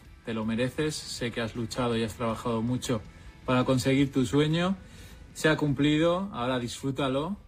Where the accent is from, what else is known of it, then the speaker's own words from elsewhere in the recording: Balearic Islands, Spain; como mallorquín ser el tercer jugador que nos representa una isla tan pequeña pero tan grande a nivel baloncestístico